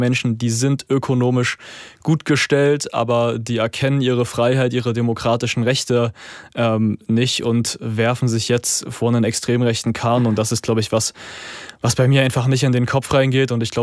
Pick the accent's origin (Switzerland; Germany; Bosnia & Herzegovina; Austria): Germany; Zwickau, Saxony; Ich weiß noch, als ich die erste Lesung in meinem Heimatort Zwickau gemacht habe